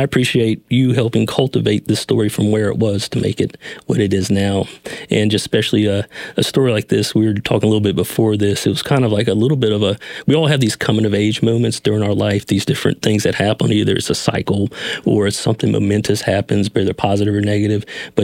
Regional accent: the South, United States; some things from my childhood growing up in the South and that type of thing.

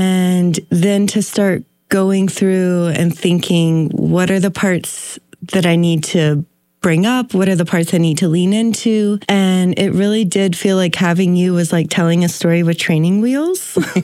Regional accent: Virginia, United States; moved away as an adult; now in Taos, United States; And now we've been living in Taos for the past year. This is our first visit back home to Virginia. I've never been outside of my home state this long before.

